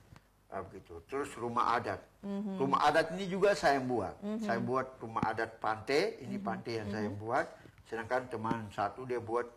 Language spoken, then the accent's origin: Indonesian; Papua, Indonesia; Berarti jati diri kami mm-hmm. orang Papua.